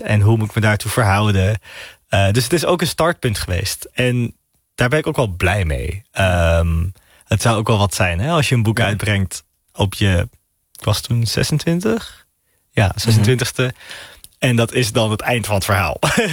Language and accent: Dutch; Amsterdam, North Holland, Netherlands; Dus homoseksueel en islamitisch of ik ben geboren en opgegroeid in de Bijlmer, maar uiteindelijk naar school gaan Amsterdam Oud-Zuid, wat ook een hele andere wereld is.